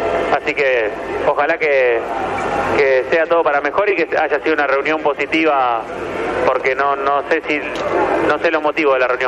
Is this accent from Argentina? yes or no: yes; Argentina; Como piloto argentino y del automovilismo argentino que corre en las dos categorías y en las dos entidades, que se solucione.